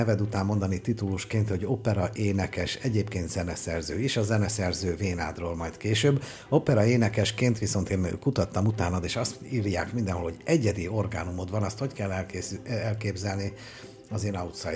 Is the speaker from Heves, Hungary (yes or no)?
no; Budapest, Hungary; és én a 7. kerületé vagyok, de ahol fölnőttem, amit nagyon szeretek, az a 8. kerület, az ezerszer áldott és átkozott Józsefváros